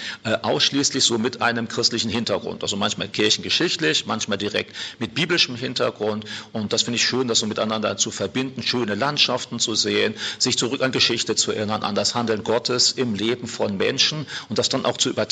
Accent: Germany; ich komme aus Deutschland.

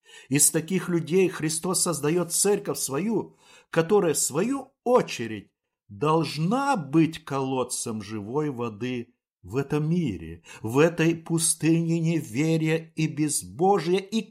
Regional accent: Kazakhstan; Я родился и вырос в Казахстане, в селении, где во время гражданской войны происходила война между правительственными войсками и с местными повстанцами.

